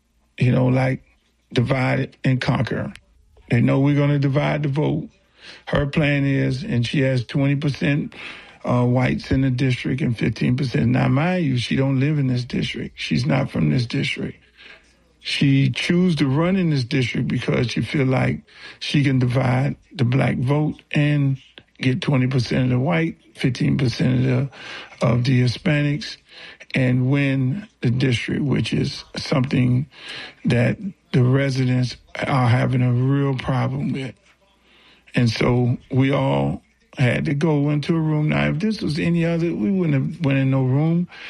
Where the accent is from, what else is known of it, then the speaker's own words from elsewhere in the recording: Liberty City, Florida, United States; now in Miramar, United States; As you know, my mom is from Overtown. I'm from Liberty City. I live in Miramar.